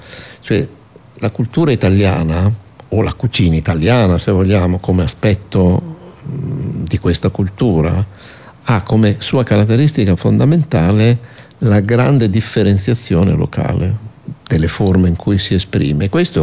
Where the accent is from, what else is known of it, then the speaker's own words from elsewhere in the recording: Emilia-Romagna, Italy; accent: Romagnol; now in Bologna, Italy; ho insegnato a Bologna per tanti anni, ma guardi che qualsiasi bolognese riconoscerebbe nel mio accento un'origine romagnola molto diversa.